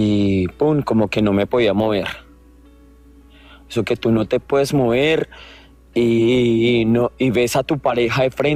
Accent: Bogotá, Colombia; Yo soy de Bogotá, de mi bella Bogotá, Colombia.

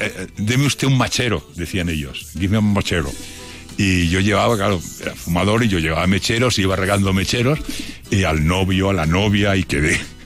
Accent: Spain; Y salía la profesora y te decía, ah, ¿de dónde eres? Ah, de España, ah, entra.

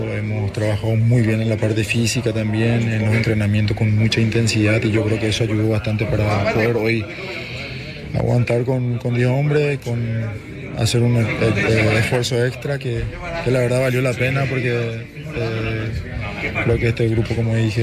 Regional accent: Paraguay; Creo que son parte de nuestros valores como selección, como paraguayo

